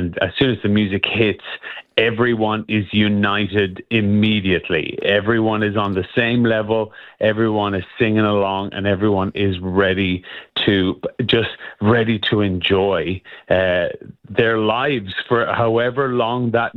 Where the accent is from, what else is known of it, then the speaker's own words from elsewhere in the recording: Longford, Leinster, Ireland; So I'm from Longford in Ireland, so it's the very, very centre, the most central county of Ireland.